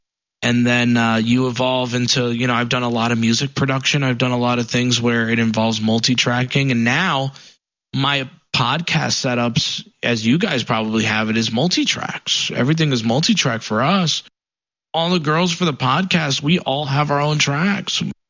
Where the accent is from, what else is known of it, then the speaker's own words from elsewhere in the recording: Paterson, New Jersey, United States; I grew up in New Jersey, in Paterson, New Jersey. It was a really a decent-sized city, full of a lot of culture.